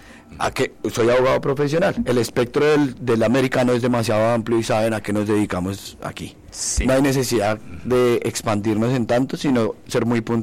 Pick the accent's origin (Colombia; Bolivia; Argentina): Colombia; nuestra idiosincrasia como colombianos